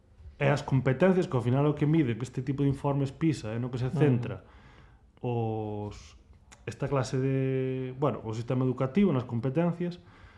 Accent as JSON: {"language": "Galician", "town": "Laxe", "region": "Galicia", "country": "Spain", "said": "Eu son de Laxe."}